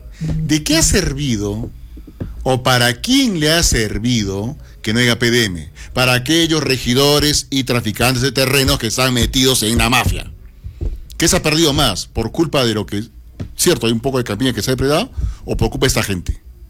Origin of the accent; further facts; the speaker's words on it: Arequipa, Peru; O no soy arequipeño, pues. ¿De dónde soy, no? ¿Dónde viví? ¿Dónde nací? ¿Dónde me he criado? No se necesita nacer en Arequipa para amar esta tierra.